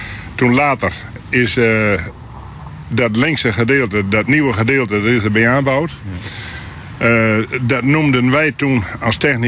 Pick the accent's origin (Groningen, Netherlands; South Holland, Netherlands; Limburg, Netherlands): Groningen, Netherlands; Oostwold; moved away; En ik kom uit Oostwold. En dat ligt vlak bij Winschoten in Grun.